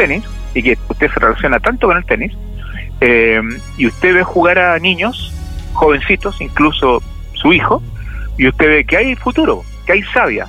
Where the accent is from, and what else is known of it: Chile